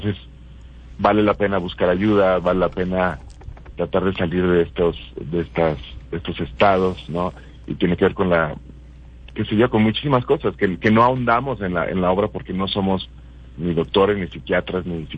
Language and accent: Spanish; Guadalajara, Jalisco, Mexico; moved away as an adult; also born or lived in London; now in Mexico City, Mexico; bueno, yo estudié efectivamente teatro en Guadalajara. Soy de Guadalajara y estudié allá, y después trabajé profesionalmente allá unos años. Después tuve la inquietud de, no sé, esa inquietud de juventud de salir. Me fui a vivir a Londres, viví en Londres 2 años.